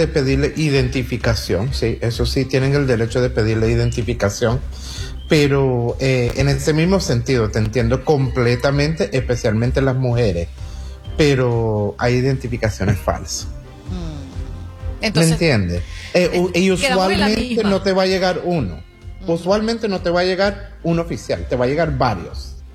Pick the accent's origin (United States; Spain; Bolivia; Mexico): United States; born there; Yo soy nacido aquí en los Estados Unidos y no tengo problema en decir, y espero que lo pueda decir, a mí me da vergüenza ser de este país.